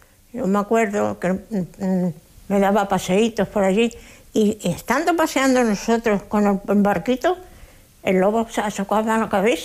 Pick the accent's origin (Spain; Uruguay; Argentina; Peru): Spain; born there; nací en las Islas Chafarinas en el 1926